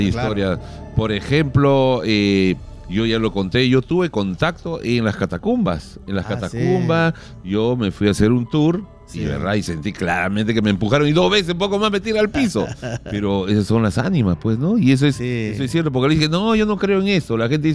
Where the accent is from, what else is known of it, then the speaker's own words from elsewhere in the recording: Pucallpa, Ucayali, Peru; Y yo soy pues de Pucallpa